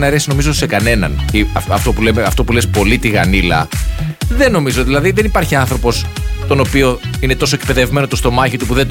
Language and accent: Greek; Northern Greece, Greece; Παρόλο που είμαι από τη Βόρεια Ελλάδα